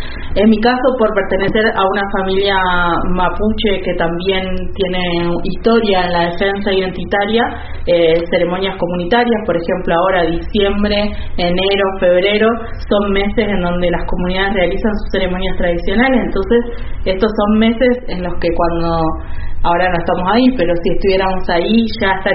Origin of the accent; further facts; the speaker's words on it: Argentina; vivimos en un territorio rural que no nos pertenece. Es decir, nosotros somos la generación argentina